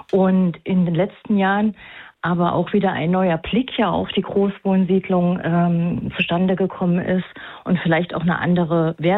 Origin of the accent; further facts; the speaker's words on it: Thuringia, Germany; Ich bin tatsächlich selber in Thüringen in der Platte groß geworden.